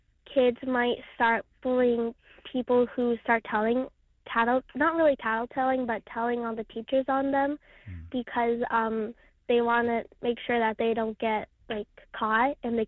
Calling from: Queens, New York, United States; I'm calling from Queens.

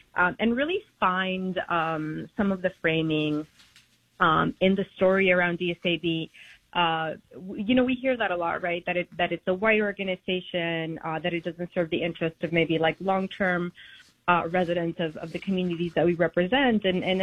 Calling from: Astoria, New York, United States; I'm calling from the People's Republic of Astoria, as we lovingly refer to our district.

